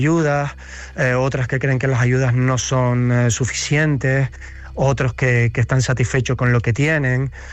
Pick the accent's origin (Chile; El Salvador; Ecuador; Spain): Spain; Santa Cruz de La Palma, Canary Islands; Yo soy natural de Santa Cruz de La Palma, al otro lado de la isla, una zona no afectada del volcán.